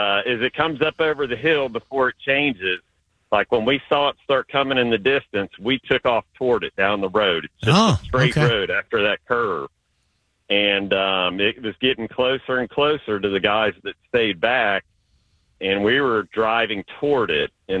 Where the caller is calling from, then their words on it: Hamilton, Ohio, United States; I'm from Hamilton